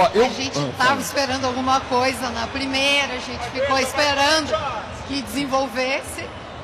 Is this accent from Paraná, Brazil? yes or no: yes; Curitiba, Paraná, Brazil; Eu sou de Curitiba, mas residente no Maranhão.